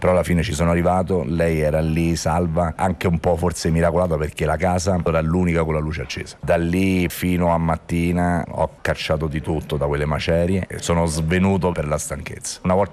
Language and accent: Italian; Amatrice, Lazio, Italy; alla Amatrice. Era notte, ma io, oltre ad essere sveglio, stavo proprio al centro. Io ho visto tutto il mio paese distruggersi